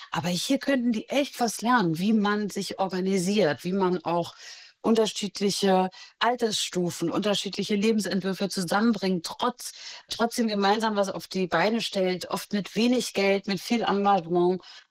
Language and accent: German; Mecklenburg-Vorpommern, Germany; Nee, also wenn ich nach Mecklenburg fahre, fahre ich natürlich nach Mecklenburg, gerade als Mecklenburgerin.